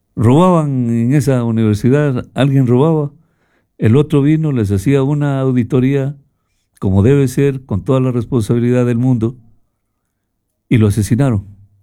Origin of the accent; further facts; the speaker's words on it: Ecuador; nosotros como ecuatorianos